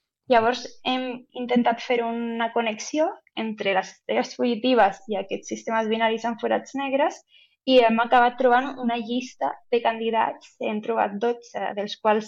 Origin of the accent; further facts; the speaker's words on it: Lanzarote, Canary Islands, Spain; Catalan is a second language; moved away; jo és que sóc de Canàries, de Lanzarote